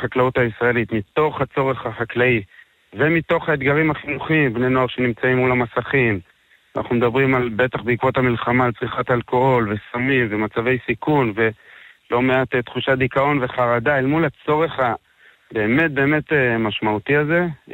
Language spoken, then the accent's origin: Hebrew; Southern District, Israel; גדלתי בערבה, משפחה חקלאית, מגדל תמרים בעצמי היום